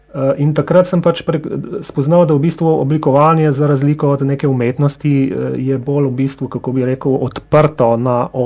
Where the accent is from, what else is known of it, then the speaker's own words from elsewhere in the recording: Novo Mesto, Southeast Slovenia, Slovenia; also born or lived in Suha Krajina / Ljubljana; Moji najbolj intimni spomini na otroštvo se vežejo v bistvu res na Novo mesto, v bistvu vežejo pa se tudi na podeželje, v bistvu, kjer sem pač pomagal stari mami na kmetiji v Suhi krajini.